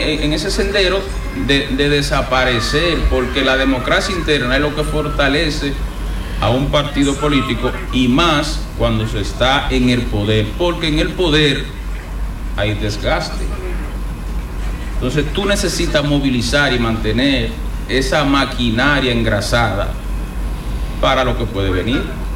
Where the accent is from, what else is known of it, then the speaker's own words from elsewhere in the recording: Los Alcarrizos, Santo Domingo, Dominican Republic; now in Spain; aunque vivo en España, pero yo soy de los Alcarrizos.